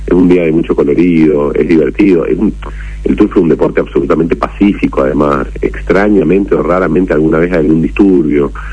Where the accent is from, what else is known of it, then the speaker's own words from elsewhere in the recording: Mendoza, Argentina; nosotros que somos mendocinos